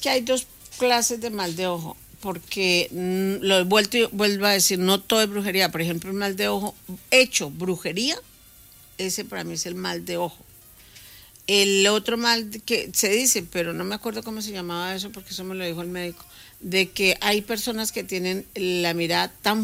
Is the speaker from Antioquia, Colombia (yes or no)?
no; Bogotá, Bogotá Capital District, Colombia; now in Spain; Yo no soy paisa. Las paisas son las que hablan. Yo soy colombiana, rola.